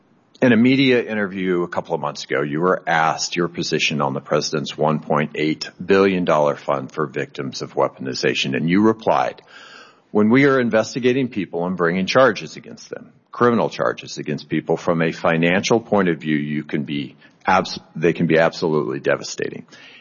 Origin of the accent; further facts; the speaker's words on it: New Mexico, United States; at his Zorro Ranch property in my home state of New Mexico.